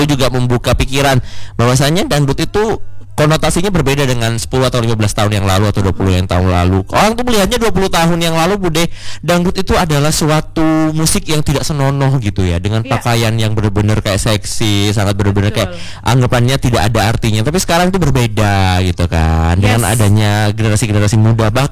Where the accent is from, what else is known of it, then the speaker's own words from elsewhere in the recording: East Java, Indonesia; Saya dari Madura pak. Madura, iya.